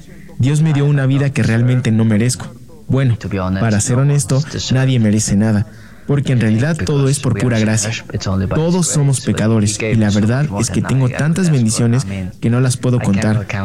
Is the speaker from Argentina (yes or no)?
no; Bulgaria; no sé mucho de Bulgaria porque no he desarrollado mucho interés por el país de donde vengo.